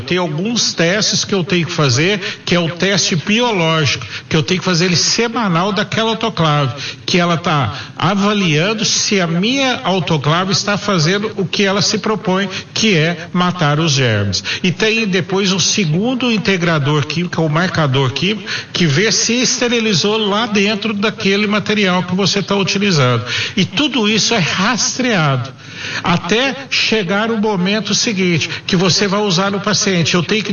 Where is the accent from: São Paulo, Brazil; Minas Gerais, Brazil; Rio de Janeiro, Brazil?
Minas Gerais, Brazil; Nós que somos de Minas